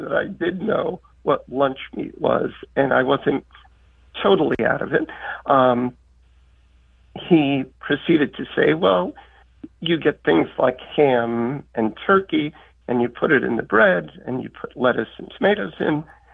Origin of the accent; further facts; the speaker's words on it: Queens, New York, United States; now in Irvington, United States; Right, but I grew up in Queens